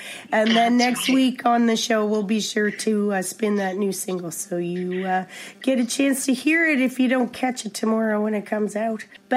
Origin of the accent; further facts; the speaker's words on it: Nova Scotia, Canada; I'm from Cape Breton, so I love me a benefit, you know?